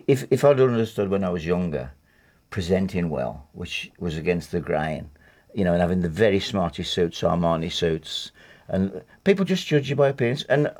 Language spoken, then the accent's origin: English; Wednesbury, West Midlands, United Kingdom; I'm from Wensbury, and that's fine by me, and why should I pretend to be what I'm not?